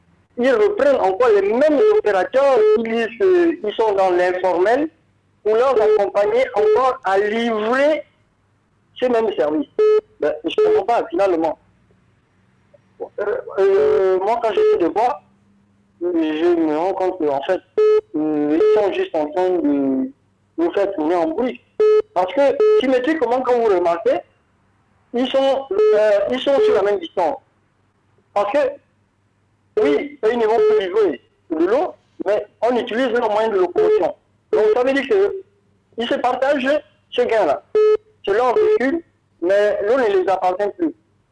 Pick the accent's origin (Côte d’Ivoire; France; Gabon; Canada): Gabon; je suis un Gabonais, moi je suis un Gabonais, tu m'entends.